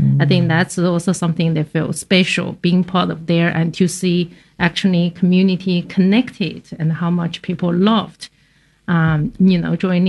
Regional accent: Sichuan, China; so hot pot, for me, I'm from Sichuan. It's the province where invented hot pot. Very proud.

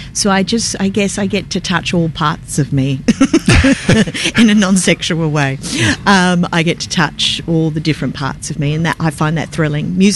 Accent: Australia; accent: Aussie; my natural accent, my Aussie accent.

